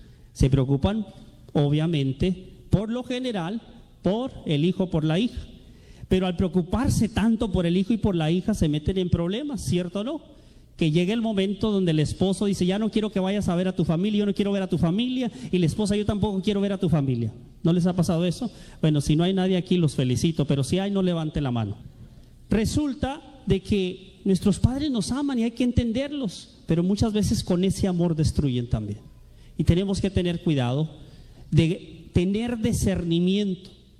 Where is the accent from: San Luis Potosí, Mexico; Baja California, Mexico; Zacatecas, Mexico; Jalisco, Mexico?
Baja California, Mexico; Tijuana; born there; Ellos están ahí en el sur de México. Yo nací aquí en Tijuana y solamente mi mamá y yo.